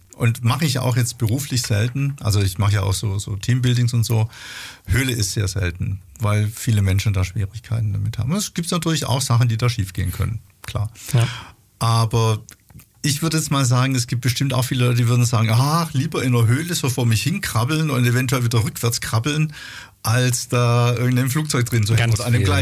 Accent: Baden-Württemberg, Germany; Ich komme aus der Ecke Rottenburg.

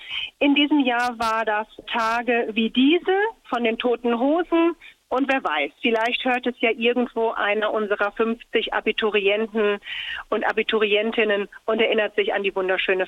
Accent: Bielefeld, North Rhine-Westphalia, Germany; Aufgewachsen bin ich im schönen Bielefeld in Ostwestfalen-Lippe in Nordrhein-Westfalen. Das ist die Stadt, von der man sagt, dass sie nicht existiert.

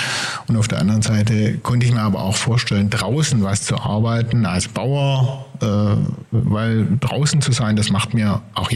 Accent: Geislingen, Baden-Württemberg, Germany; Ich bin nämlich in Geislingen aufgewachsen.

